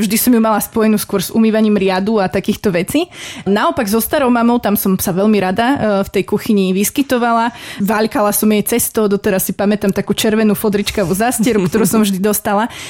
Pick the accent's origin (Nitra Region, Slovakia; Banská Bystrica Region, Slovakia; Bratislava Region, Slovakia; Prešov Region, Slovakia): Banská Bystrica Region, Slovakia; Cinobaňa; moved away as an adult; also born or lived in Lučenec / Revúca; now in Košice, Slovakia; narodila som sa práve v Lučenci pri Cinobani. Odtiaľ pochádzam, študovala som medzi tým strednú školu v Revúcej a skončila som tu v Košiciach. Vždy som si myslela, že sa nikde inde nebudem cítiť doma ako v tej Cinobani